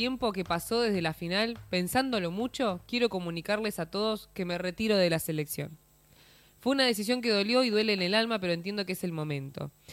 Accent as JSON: {"language": "Spanish", "country": "Argentina", "said": "El que nos llevó a tener nuestra tercera copa como argentinos."}